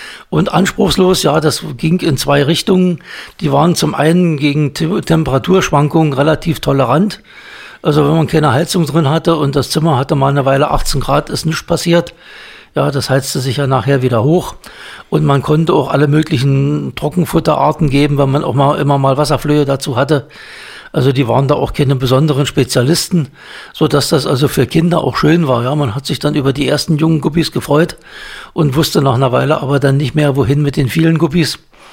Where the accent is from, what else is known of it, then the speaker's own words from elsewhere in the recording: Dahme, Brandenburg, Germany; Ich war dann auch im Aquarienverein in Dahme in meiner Heimatstadt.